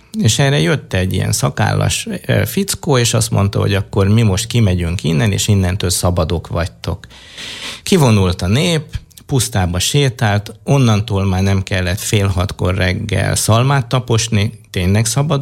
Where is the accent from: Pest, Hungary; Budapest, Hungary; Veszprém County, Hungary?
Veszprém County, Hungary; Én Veszprém megyei vagyok, most úgy kell mondani, hogy Veszprém vármegyébe születtem, és ott komoly havak voltak, és nagyon komoly szél.